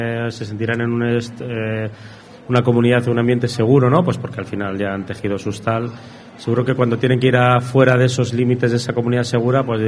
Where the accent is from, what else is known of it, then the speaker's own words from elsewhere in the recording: Ermua, Basque Country, Spain; como soy negro, pues la gente siempre piensa y me pregunta, ¿de dónde? No, pues yo soy de Ermua, ya, pero ¿de dónde?